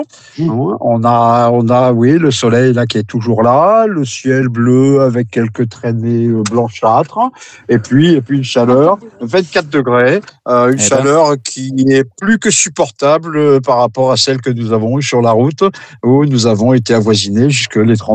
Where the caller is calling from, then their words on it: Hauts-de-France, France; moi je suis revenu dans notre belle région.